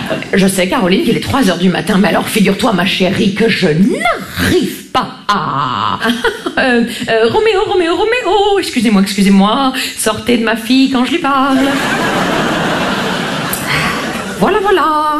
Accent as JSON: {"language": "French", "region": "Grand Est", "country": "France", "said": "moi je viens des Vosges."}